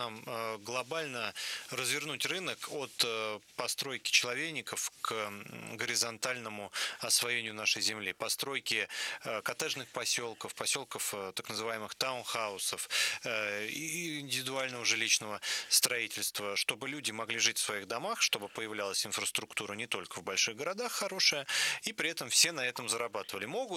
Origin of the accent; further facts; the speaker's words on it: Moscow, Russia; Я, как коренной москвич